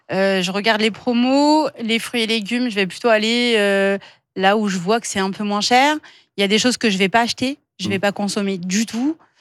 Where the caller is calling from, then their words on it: Marseille, Provence-Alpes-Côte d'Azur, France; J'habite à Marseille